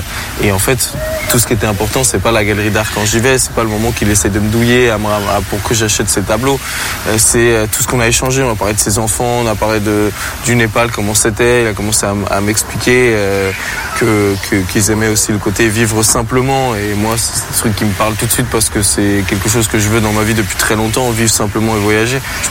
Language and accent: French; Champigny-sur-Marne, Île-de-France, France; Je lui dis, mais moi je viens de Champigny, c'est juste à côté, 94 et tout.